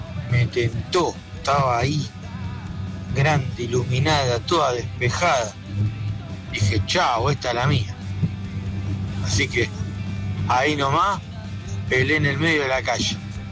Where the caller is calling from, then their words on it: Wilde, Buenos Aires Province, Argentina; acá … de Wilde.